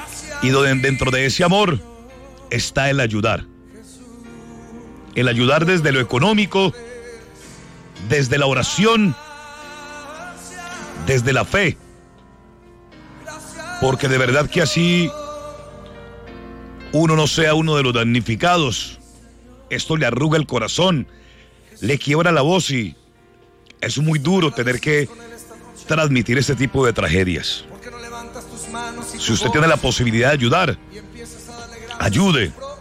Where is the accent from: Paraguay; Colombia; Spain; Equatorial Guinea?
Colombia; moved away; Hoy tenemos que demostrar no solamente que somos colombianos, sino que somos hijos de Dios.